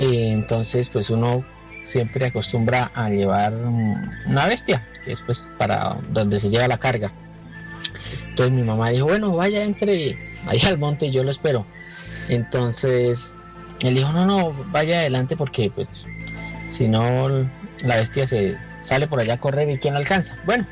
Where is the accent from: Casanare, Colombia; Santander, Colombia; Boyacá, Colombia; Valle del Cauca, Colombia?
Santander, Colombia; Nosotros somos de Santander. Y pues crecimos en el campo. Tenemos una finca y todos los domingos se madruga a la plaza a vender.